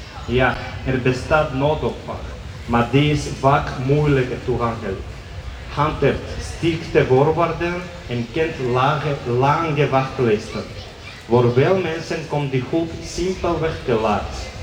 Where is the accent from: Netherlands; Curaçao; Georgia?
Georgia; Dutch is a second language; now in Antwerp, Belgium